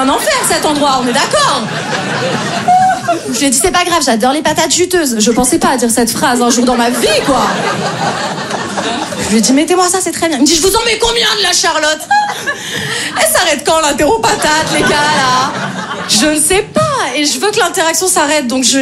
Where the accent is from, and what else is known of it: Paris, Île-de-France, France